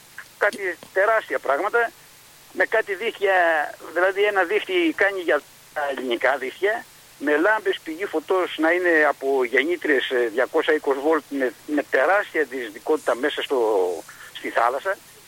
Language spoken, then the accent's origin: Greek; Greece; εμείς σαν Έλληνες